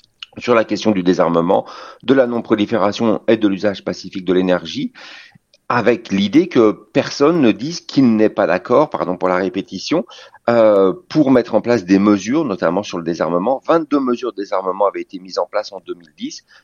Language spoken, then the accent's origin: French; France; chez nous en France